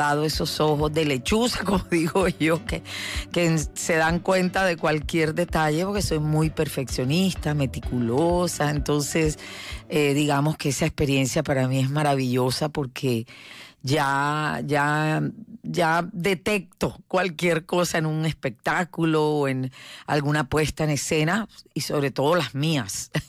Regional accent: Barranquilla, Atlántico, Colombia; Soy barranquillera, soy caribeña.

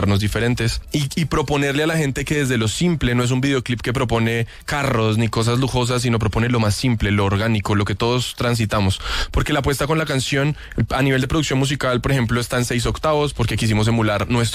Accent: Colombia; y como colombianos, latinos y como habitantes de este mundo tenemos derecho a ser parte de él, aunque seamos diferentes.

